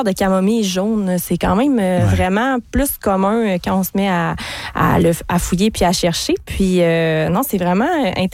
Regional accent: Sept-Îles, Quebec, Canada; moved away; je viens de Sept-Îles.

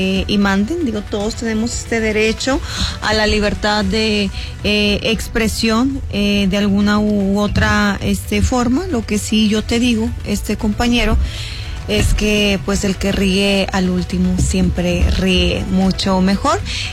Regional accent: Mexico; Creo que como mexicanos hoy en día nos sentimos ya muy orgullosos

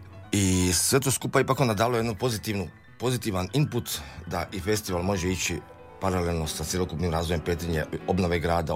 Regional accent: Zadar, Zadar County, Croatia; moved away; Ja sam inače rođen u Zadru, odrastao sam u Zadru i život me donio da sam počeo predavati klavir davno u Petrinji.

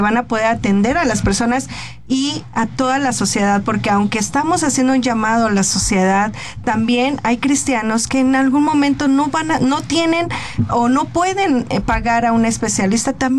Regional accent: Mexico City, Mexico; yo crecí ahí, en Xochimilco. Sí. Soy xochimilca de corazón.

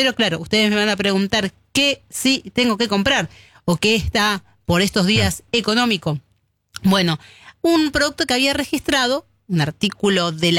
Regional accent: Argentina; Como argentinos, el producto, la fruta que más consumimos

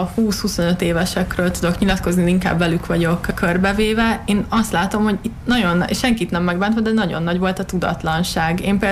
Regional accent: Hungary; mi magyarok vagyunk

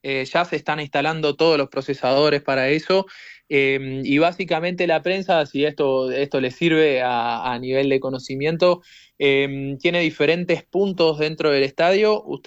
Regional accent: Argentina; now in Kansas, United States; El debut de Argentina, selección campeona del mundo, mi país

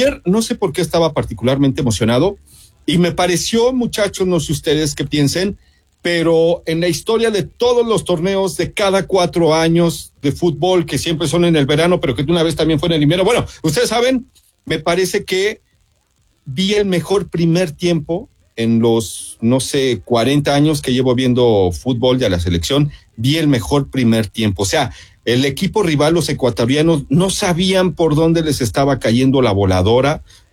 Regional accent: Mexico

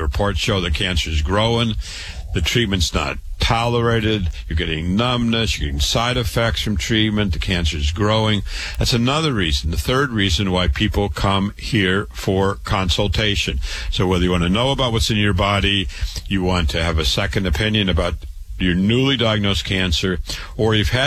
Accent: Waterloo, Iowa, United States; I was born and raised in Waterloo, Iowa.

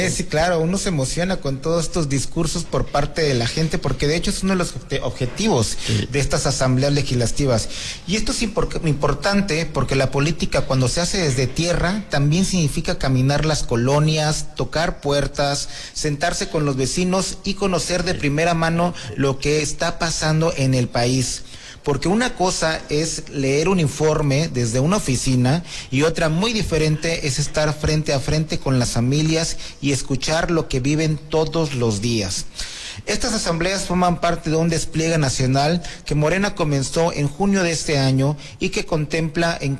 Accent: Mexico; todos somos mexicanos

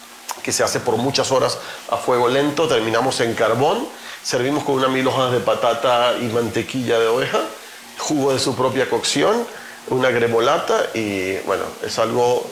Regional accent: Venezuela

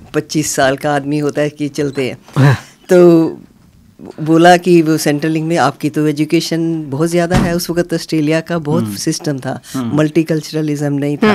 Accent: Chandigarh, India; now in Sydney, Australia; मैं चंडीगढ़ से आई थी तो हमारे पास तो मास्टर्स ऑनर्स में है

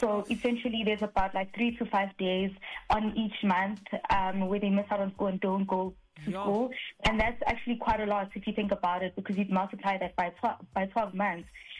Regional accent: South Africa; born there; I grew up in the township

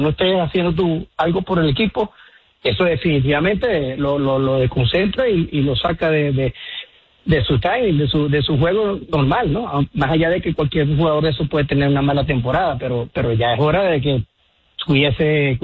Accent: Venezuela

